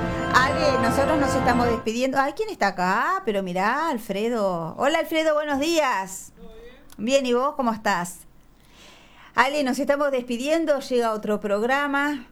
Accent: Pando, Canelones, Uruguay; Yo soy de Pando

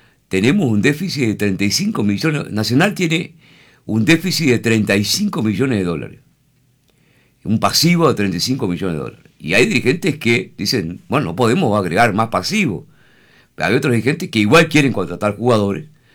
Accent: Uruguay; Porque somos todos uruguayos

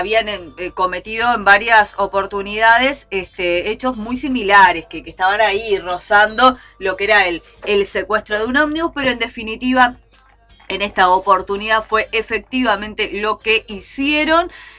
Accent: Uruguay; somos uruguayos.

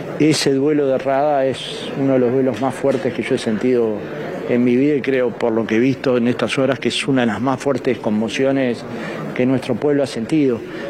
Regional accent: Uruguay

